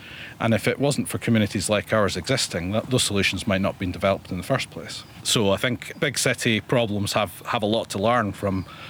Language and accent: English; Tiree, Scotland, United Kingdom; I'm from Tyree.